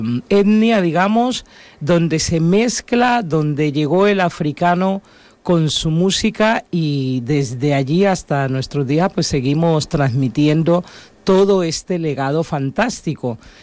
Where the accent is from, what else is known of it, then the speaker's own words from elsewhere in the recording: Tumaco, Nariño, Colombia; moved away; yo soy de Tumaco, Nariño, Colombia. Uh-huh. Tumaco es un pueblo de pescadores con más o menos del tamaño de la isla de Ibiza. Bueno, se está ampliando un poco más.